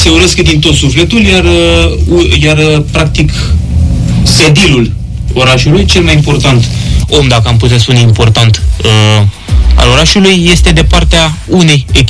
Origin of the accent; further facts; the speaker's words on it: Oltenia, Romania; suntem olteni, suntem până la urmă români